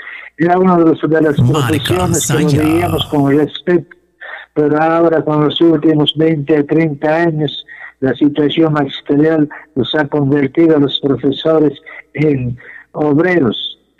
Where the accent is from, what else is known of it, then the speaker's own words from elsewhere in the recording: Acomayo, Cusco, Peru; la tierra mía, mi tierra santa, mi Acomayo